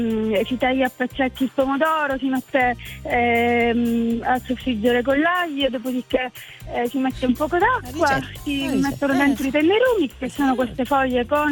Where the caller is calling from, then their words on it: Palermo, Sicily, Italy; Vengo da Palermo.